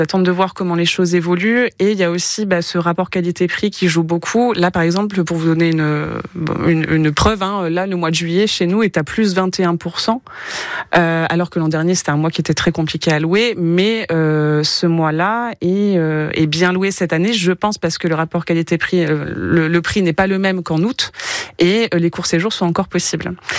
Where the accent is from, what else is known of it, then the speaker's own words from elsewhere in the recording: Occitanie, France; Je ne vais pas être objectif, parce que je suis du Minervois, mais du coup...